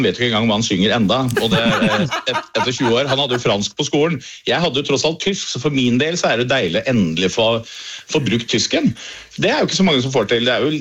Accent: Innlandet, Norway; Jeg er fra Gudbrandsdalen, liksom.

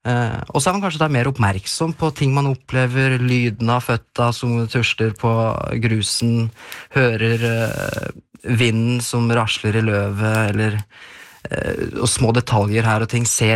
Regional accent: Løten, Innlandet, Norway; Ja, jeg har jo vokst opp i Mjøsperiferien, kan du kanskje kalle det. Jeg kom fra Løten, så det jo rett øst for... Rett øst for Mjøsa.

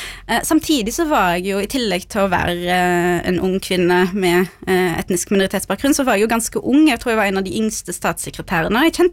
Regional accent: Haugesund, Rogaland, Norway; first language Norwegian; also born or lived in Beirut, Lebanon; jeg er oppvokst i Haugesund, jeg er født i Beirut, men jeg kom jo her da jeg var et halvt år gammel, så mitt primærspråk er jo norsk.

